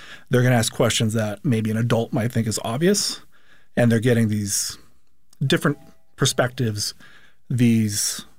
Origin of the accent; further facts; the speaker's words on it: Phoenix, Arizona, United States; I'm from Phoenix originally